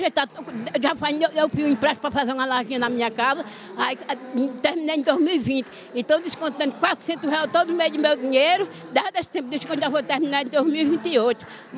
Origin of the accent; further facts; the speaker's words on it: Paraíba, Brazil; moved away; Eu vim da Paraíba em 2010, morrendo, coração inchado, não tinha médico, tinha nada, tinha cirurgia, vim na Paraíba, sofrendo, e meu marido.